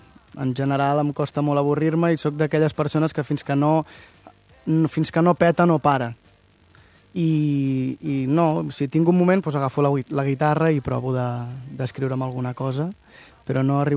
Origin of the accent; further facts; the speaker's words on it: Mataró, Catalonia, Spain; also born or lived in Pyrenees; jo estic vivint a Mataró perquè la feina m'ha fet arribar a petar a Mataró. Bueno, soc de Mataró, eh? Vaig estar vivint al Pirineu i al final em van sortir bolos i vaig tornar a Mataró